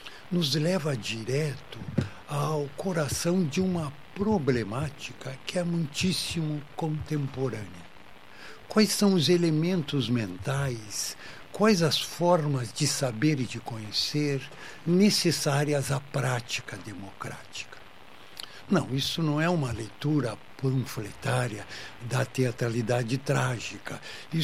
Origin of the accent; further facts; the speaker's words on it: Brazil; nós, enquanto brasileiros